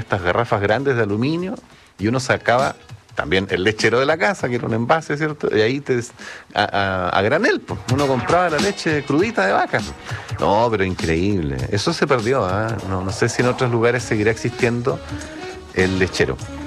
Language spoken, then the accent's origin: Spanish; Puerto Montt, Los Lagos, Chile; Yo recuerdo cuando era niño, acá en Puerto Montt vendían leche de burra.